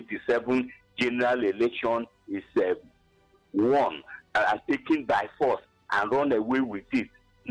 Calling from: Enugu State, Nigeria; I'm calling from Abapa Nijenugu

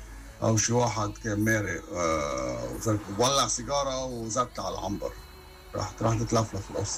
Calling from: Canada

